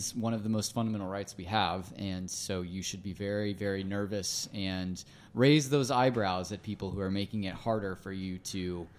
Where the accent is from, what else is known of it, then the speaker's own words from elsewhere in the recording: Little Rock, Arkansas, United States; Because I'm from Little Rock, right? I don't know how Crittenden County works, for instance.